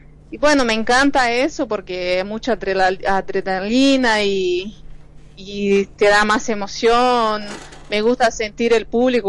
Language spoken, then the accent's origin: Spanish; Brazil; now in Argentina; Yo soy de Brasil, hace 17 años que vivo acá en Argentina